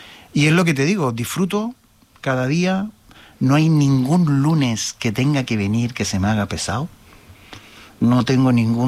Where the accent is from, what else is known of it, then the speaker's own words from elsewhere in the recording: Santiago, Santiago Metropolitan Region, Chile; moved away as an adult; bueno, yo nací en Santiago de Chile, ¿vale? Yo soy chileno, nací el 20 de abril de 1971, bajo la dictadura del señor Pinochet, con lo cual toda mi juventud, hasta los 23 años estuve en Chile